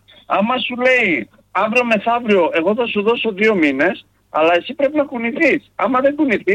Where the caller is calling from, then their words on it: Germany; και εδώ πέρα στη Γερμανία μου το έχουν πει.